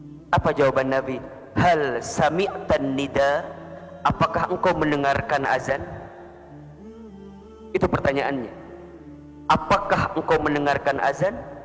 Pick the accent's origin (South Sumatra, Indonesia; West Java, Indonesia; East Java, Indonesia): West Java, Indonesia; Garut; moved away; Saya waktu di Garut itu, saya aslinya orang Garut